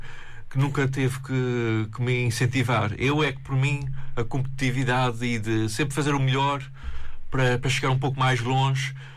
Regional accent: Santa Maria, Azores, Portugal; now in Lisbon, Portugal; sendo que Santa Maria é sempre a primeira, é sempre a minha terra, mas infelizmente pelas oportunidades que são escassas aqui nos Açores, tive que manter-me em Lisboa.

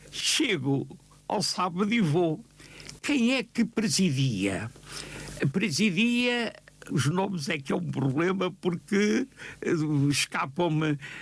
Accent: Luanda, Angola; Sei que nasci perto da Mutamba, num prédio que é hoje museu, ali perto da Mutamba, na rua que se chamava nessa altura Ferreira Borges, que ia dar à piscina do Romão.

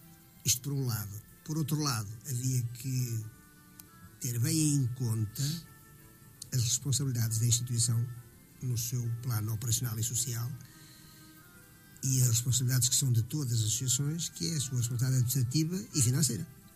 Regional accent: Paredes, Norte, Portugal; eu sou de Paredes

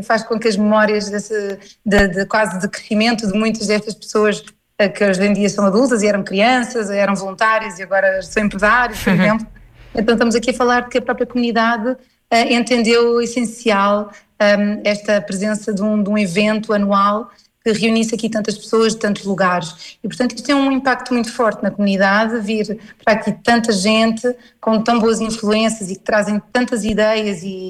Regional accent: Mafra, Lisbon, Portugal; now in São Pedro do Sul, Portugal; eu própria não sou daqui, sou de Mafra, portanto eu já mudei para cá há muitos anos

